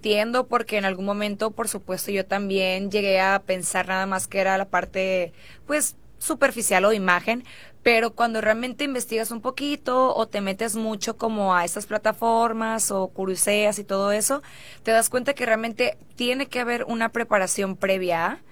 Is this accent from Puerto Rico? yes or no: no; Sinaloa, Mexico; siendo 100% sinaloense, 100% colichi, como nos dicen.